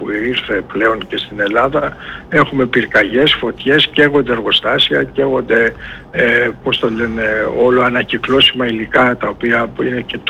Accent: Egypt; now in Greece; Είμαστε από την Αίγυπτο όταν ήρθαμε.

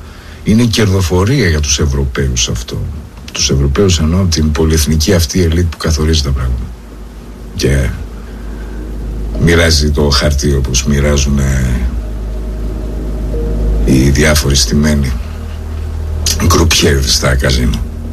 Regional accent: Greece; Εμείς επιλέξαμε λοιπόν ως Ελλάδα, ως Έλληνες

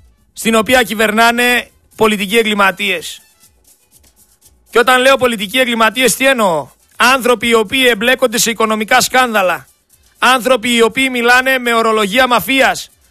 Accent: Greece; Είμαι ένας Έλληνας πολίτης πέρα από ραδιοφωνικός παραγωγός.

